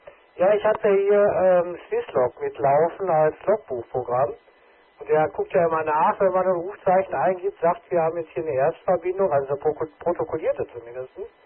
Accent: Dortmund, North Rhine-Westphalia, Germany; Ich bin aus Dortmund-Marten.

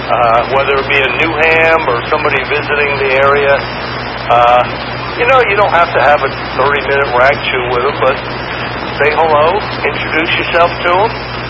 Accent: New York City, New York, United States; also born or lived in Buffalo / Jacksonville, Florida; now in Atlanta, United States; From the New York City area, I've lived in Metro Atlanta my entire professional career. I did do a 5-year stint in Buffalo, but I take that back. I did live in Jacksonville, Florida for 4 years back in the mid to late 80s.

